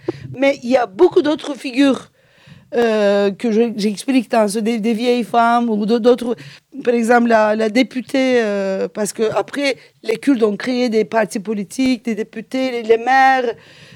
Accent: Turkey; moi je ne peux pas le définir en tant que turc

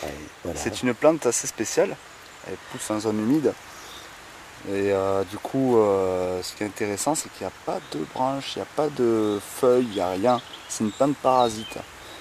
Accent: Occitanie, France; Moi chez moi dans le Quercy par exemple, c'est une plante qui va sortir au mois de février, mars à peu près

